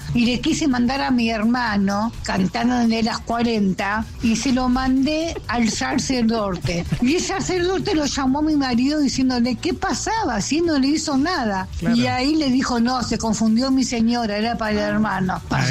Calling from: Buenos Aires, Argentina; de Soldati

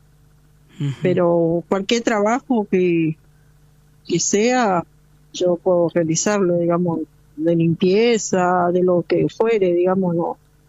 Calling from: Almirante Brown, Buenos Aires Province, Argentina; Soy de Almirante Brown.

